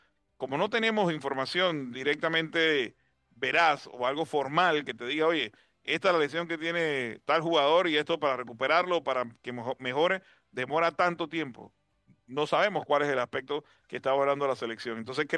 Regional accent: Panama; nosotros como panameños

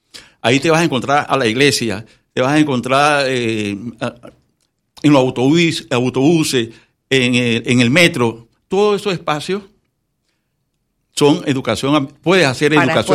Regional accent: Panama

